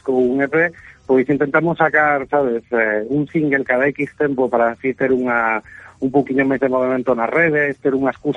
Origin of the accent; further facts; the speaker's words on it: A Coruña, Galicia, Spain; now in Barcelona, Spain; sendo coruñés de toda a vida, pois había que buscar o traballo donde se podía, e acabei aquí no outro extremo